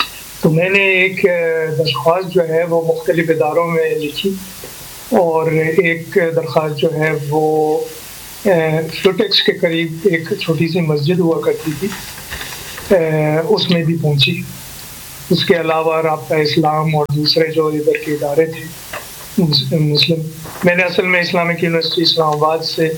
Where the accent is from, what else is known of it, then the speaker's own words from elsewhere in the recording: Pakistan; تو میں نے کہا جی میں پاکستانی ہوں